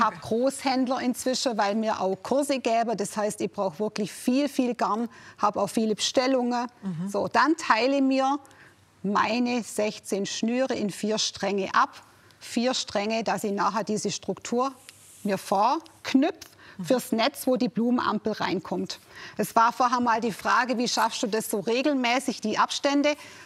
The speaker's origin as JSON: {"language": "German", "region": "Flanders", "country": "Belgium", "second_language": "German", "lives_now": "Swabia, Germany", "said": "Aber ich bin im Flämischen. Also wir sind Flamer."}